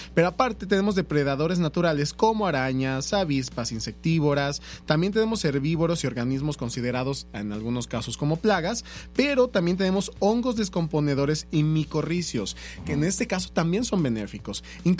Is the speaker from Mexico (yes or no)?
yes; Mexico; como mexicanos, porque todos somos hijos del maíz.